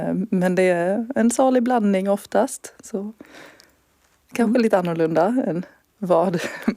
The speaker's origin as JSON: {"language": "Swedish", "country": "Åland Islands", "tie": "born or raised there", "also_born_or_lived": "Australia", "moved": "as an adult", "said": "Oj, jag bodde här tills jag var 20, tror jag."}